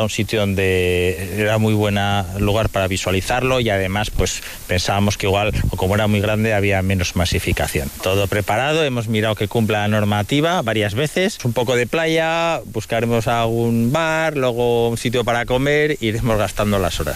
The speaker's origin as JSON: {"language": "Spanish", "town": "Logroño", "region": "La Rioja", "country": "Spain", "said": "Somos de Logroño y bueno, pasamos las vacaciones aquí y nos ha pillado el eclipse"}